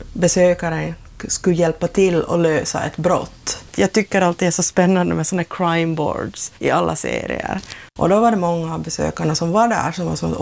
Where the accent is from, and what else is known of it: Kaskö, Ostrobothnia, Finland